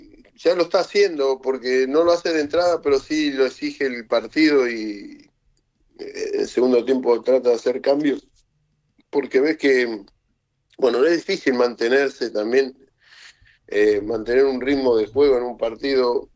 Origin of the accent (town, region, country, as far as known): Argentina